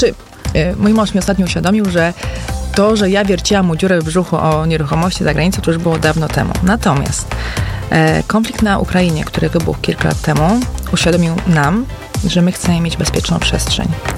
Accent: Augustów, Podlaskie Voivodeship, Poland; now in Iława, Poland; Ja jestem augustowianką rodowitą.

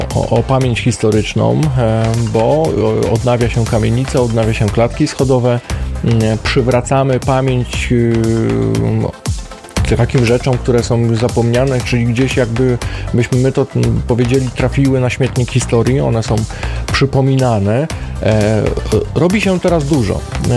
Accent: Zielona Góra, Lubusz Voivodeship, Poland; ja zawsze mówię, że jestem z Zielonej Góry

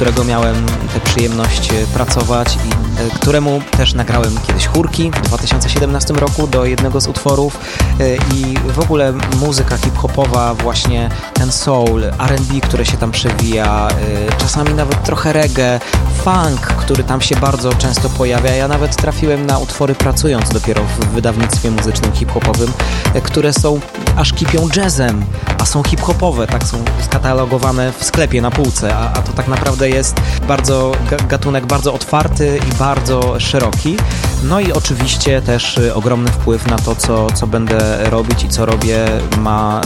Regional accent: Tychy, Silesian Voivodeship, Poland; Tychy są znaczącym miastem w tej metropolii i miastem, w którym się urodziłem, w którym się wychowałem i do którego po paru tych latach

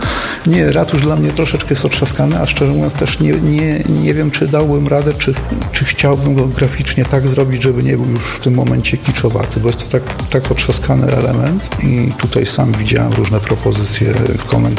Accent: Zamość, Lublin Voivodeship, Poland; Jestem z Zamościa. To jest, mimo że mieszkam poza Zamościem większość życia, ale to jest miasto moje, w którym się urodziłem, jestem związany

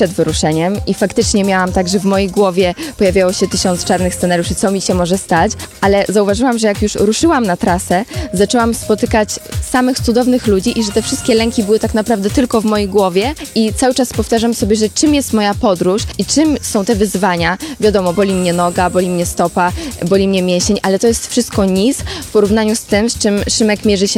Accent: Warsaw, Masovian Voivodeship, Poland; Jestem z Warszawy.

